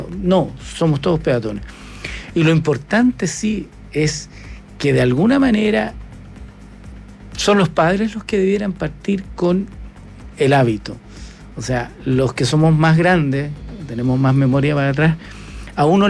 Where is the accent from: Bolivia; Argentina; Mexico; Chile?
Chile